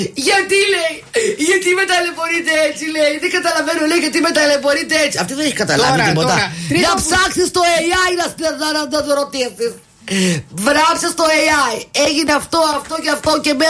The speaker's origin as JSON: {"language": "Greek", "town": "Athens", "region": "Attica", "country": "Greece", "tie": "born or raised there", "said": "Επειδή γεννήθηκα και ανδρώθηκα στην Κυψέλη, το βάζω το αμάξι."}